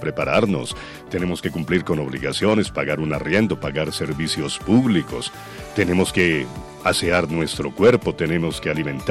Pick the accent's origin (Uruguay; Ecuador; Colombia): Colombia; somos colombianos